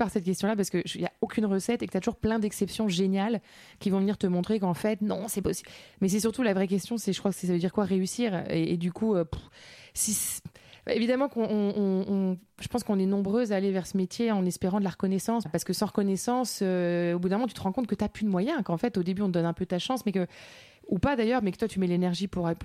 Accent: France; moved away; also born or lived in Latin America

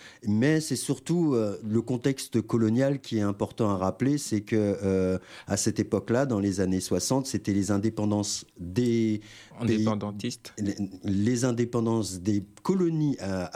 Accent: Guadeloupe; je suis originaire de la Guadeloupe

